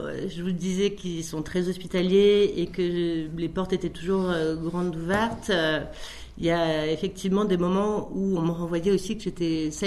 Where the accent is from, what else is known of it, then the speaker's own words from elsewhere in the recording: Puy-Saint-Vincent, Provence-Alpes-Côte d'Azur, France; Eh bien, moi, je suis née donc à Puy-Saint-Vincent et j'ai grandi à Puy-Saint-Vincent, dans les Hautes-Alpes.